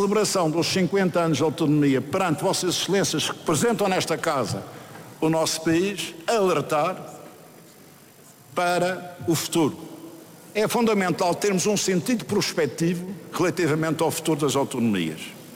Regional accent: Madeira, Portugal; nós nunca duvidamos da nossa particularidade enquanto madeirenses

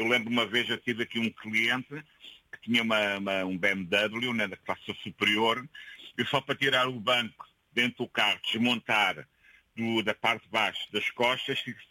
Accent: Portugal; now in Germany; eu tenho respeito os alemães, mas eu tenho muito, muito, muito orgulho de ser aquilo que eu sou.

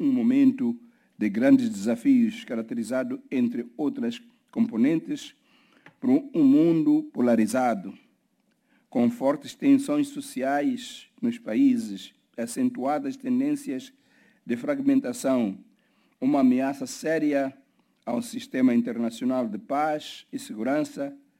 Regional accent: Mozambique; como moçambicanos, conhecemos o valor da paz porque conhecemos igualmente o sofrimento provocado pela guerra.

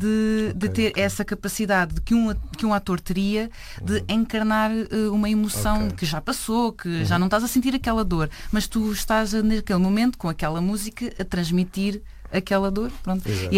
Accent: Vilar, Lisbon, Portugal; Sou da aldeia do Vilar, no concelho do Cadaval.

